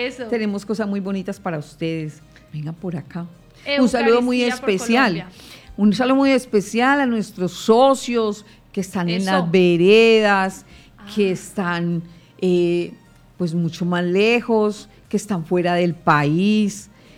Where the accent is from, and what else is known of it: Colombia